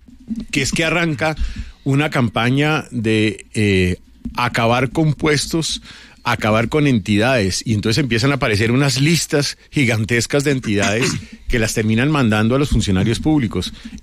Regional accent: Colombia; los colombianos no somos tontos

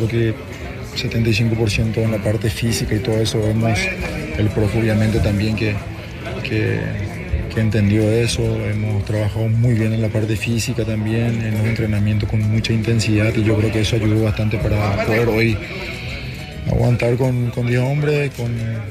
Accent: Paraguay; creo que son parte de nuestros valores como selección, como paraguayo, que la unidad es...

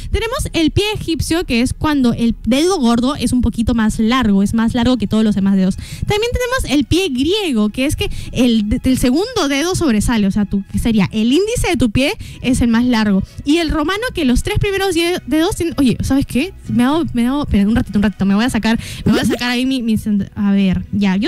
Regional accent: Peru; acá como peruanos

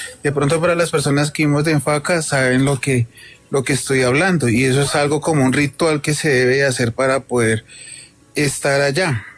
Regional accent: Facatativá, Cundinamarca, Colombia; born there; Para los que vivimos en Facatativá toda la vida

